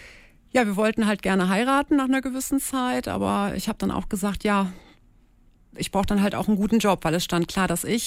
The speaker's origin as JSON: {"language": "German", "town": "Detmold", "region": "North Rhine-Westphalia", "country": "Germany", "moved": "as an adult", "said": "ich komme aus Detmold ursprünglich"}